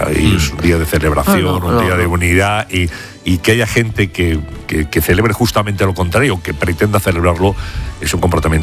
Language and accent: Spanish; Spain; Pero somos españoles.